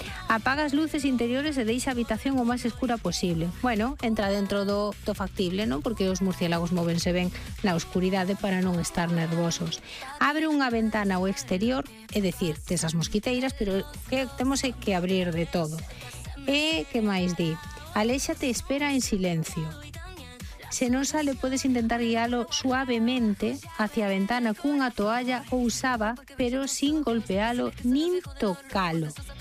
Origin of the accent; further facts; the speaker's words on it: Vigo, Galicia, Spain; cando era pequena e vivía en Vigo, había enfrente da miña casa unha fábrica abandonada